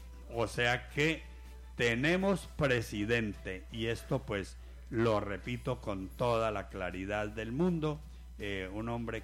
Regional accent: Colombia; nosotros todos somos colombianos

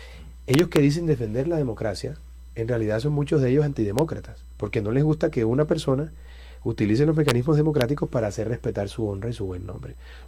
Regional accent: Caribbean Region, Colombia; Porque me hice en Colombia. Mis amores, mis afectos, mi historia está aquí. Y soy más colombiano que cualquier otra cosa.

